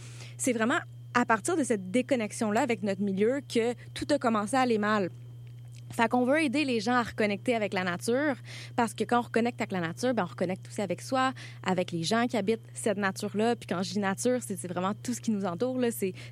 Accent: Quebec, Canada; moved away as an adult; now in Montreal, Canada; Moi, je viens de Montérégie, de comme, autour de nous, c'est juste des champs de maïs.

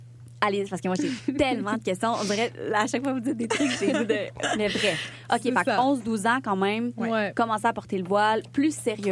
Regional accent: Trois-Rivières, Quebec, Canada; moi, je viens de Trois-Rivières. Hein, fait que la diversité culturelle et la diversité religieuse, ça n'a pas fait partie de ma vie vraiment quand j'étais jeune.

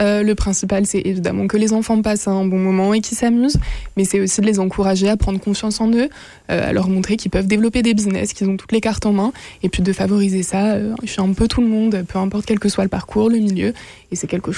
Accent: France; now in Winnipeg, Canada; je viens de France et je fais du volontariat ici à Winnipeg

